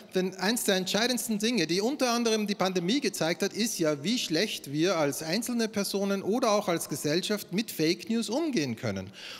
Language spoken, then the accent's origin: German; Styria, Austria; Das gibt es bei uns in Österreich, ja? In der Steiermark wird das produziert.